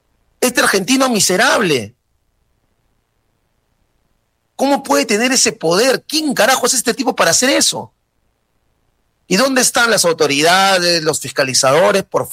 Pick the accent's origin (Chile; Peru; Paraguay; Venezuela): Peru; nosotros que somos peruanos